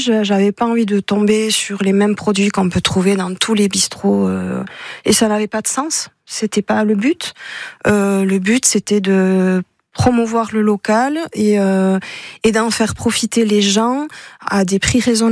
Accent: Hasparren, Nouvelle-Aquitaine, France; first language Basque; French is a second language; Moi, je suis d'ailleurs, mais j'ai grandi à Asparin, qui est la grande ville la plus proche. Ma vie sociale et culturelle, je l'ai faite à Asparin.

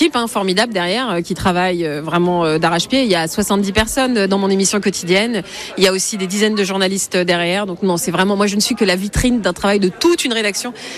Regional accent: Hauts-de-France, France; Donc moi, je suis plutôt du Nord.

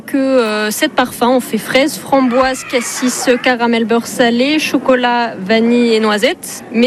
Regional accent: Nouvelle-Aquitaine, France; j'ai 25 ans. Je suis originaire de la Dordogne et je me suis réinstallée du coup en Dordogne

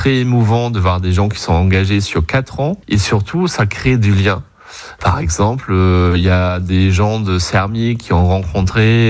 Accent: Germany; French is a second language; now in France; ils vous entendaient à travers mon accent, d'être allemand arrivé de Paris dans la Marne

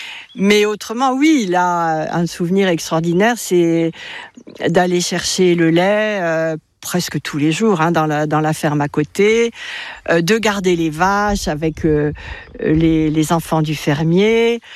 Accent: Paris, Île-de-France, France; moi quand j'étais petite, j'habitais à Paris

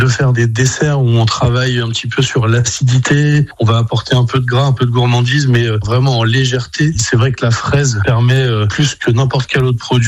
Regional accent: Nouvelle-Aquitaine, France; J'ai grandi au Pays Basque, d'où le nom.

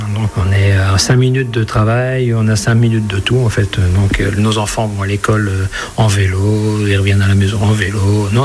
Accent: Belgium; moved away as an adult; now in Île d'Yeu, France; Je ne suis même pas français, je suis belge.

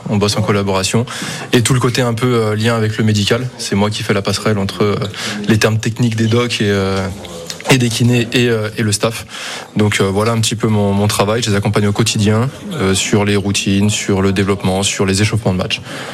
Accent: Lyon, Auvergne-Rhône-Alpes, France; now in Poitiers, France; Au début, moi, j'ai tout fait à Lyon. J'ai commencé à bosser à Lyon. Je suis lyonnais de base.

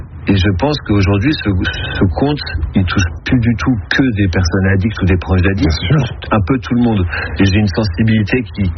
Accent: Barcelona, Catalonia, Spain; vu que j'ai grandi à Barcelone, je pars à Barcelone.

